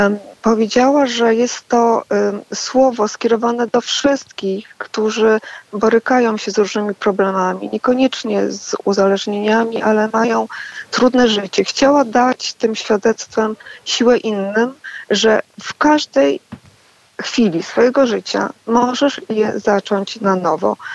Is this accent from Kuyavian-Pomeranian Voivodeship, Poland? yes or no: yes; Lubraniec, Kuyavian-Pomeranian Voivodeship, Poland; moved away; Ja pochodzę z miejscowości Lubranic na Kujawach. Jest to mała miejscowość, gdzie żyje około 3000 ludzi. Ja tam się wychowałam, tam skończyłam liceum